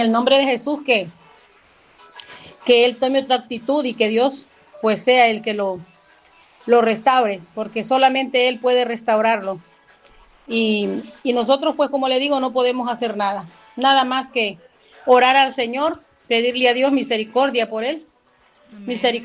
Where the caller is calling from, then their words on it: Navarre, Spain; de Navarra, España